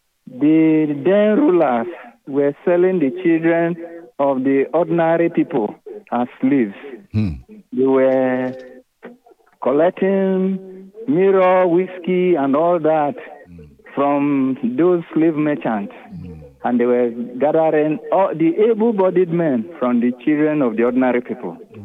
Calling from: Lagos, Nigeria; I'm calling from Orile.

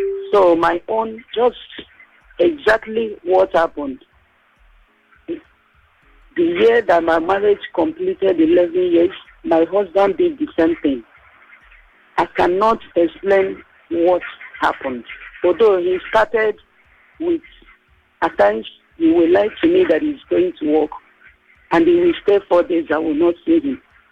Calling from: Lagos, Nigeria; I'm calling you from Oshodi.

